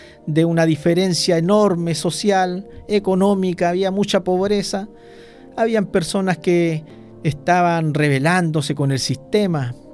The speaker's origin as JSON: {"language": "Spanish", "country": "Chile", "said": "nosotros como chilenos"}